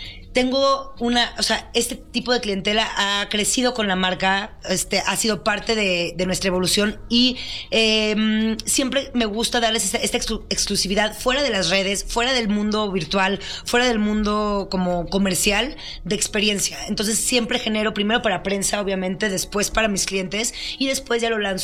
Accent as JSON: {"language": "Spanish", "region": "San Luis Potosí", "country": "Mexico", "also_born_or_lived": "London", "moved": "yes", "lives_now": "Mexico City, Mexico", "said": "cuando yo llegué aquí a México en 2009, a la ciudad, porque yo soy de San Luis Potosí, y después me fui a estudiar a Londres"}